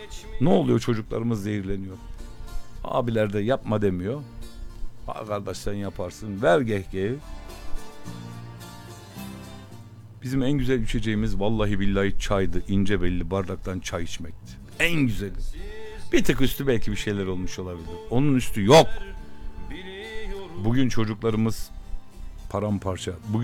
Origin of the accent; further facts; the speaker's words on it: Ankara, Turkey; Kaldığım dönemde 8 yıl İstanbul'da kaldım. Bize uymaz abi. Biz Ankara'da yetişmişiz burada. Benim muhitimde, benim yaşadığım yerde başkaydı her şey.